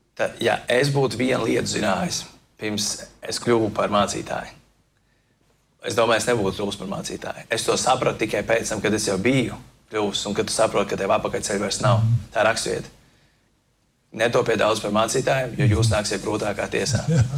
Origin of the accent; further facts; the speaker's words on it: Liepāja, Kurzeme, Latvia; mēs no Liepājas